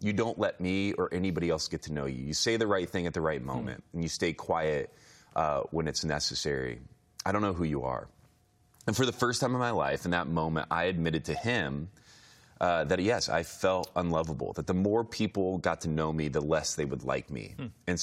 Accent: Indiana, United States; I had no friends in Denver. I'm from Indiana originally.

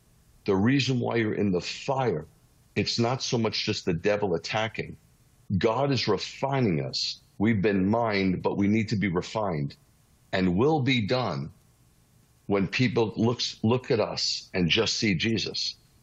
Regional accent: New York, United States; But yes, I'm a New Yorker. I shoot from the hip.

